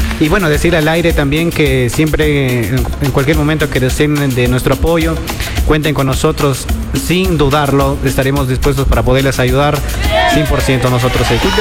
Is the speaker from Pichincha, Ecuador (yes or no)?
no; Loja, Ecuador; 100% lojano, solo yo soy de la Huangora.